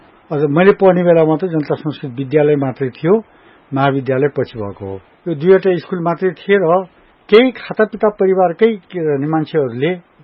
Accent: Dang, Lumbini Province, Nepal; also born or lived in Bijauri, Dang; म हापुर बिजौरी … माइलो सन्तानको रूपमा छोरातर्फ माइलो सन्तानको रूपमा म जन्मिएको हुँ।

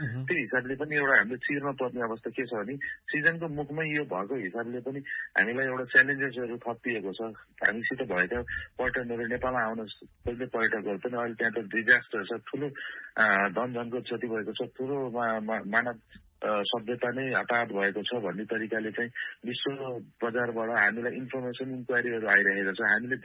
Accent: Pokhara, Gandaki Province, Nepal; मेरो जन्म नै लेक साइडमा भएको

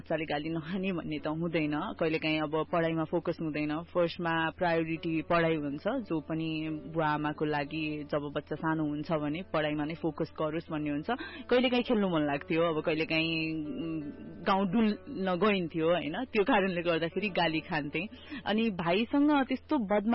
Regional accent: Bharatpur, Bagmati, Nepal; born there; मेरो जन्म चाहिँ नारायणगढ चितवनको गीतानगरमा भएको हो

